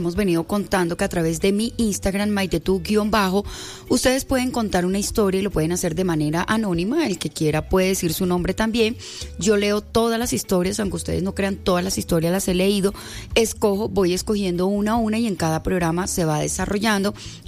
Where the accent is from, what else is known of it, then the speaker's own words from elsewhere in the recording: Bogotá, Colombia; Yo nací acá, yo soy cachaca, orgullosamente cachaca, pero también.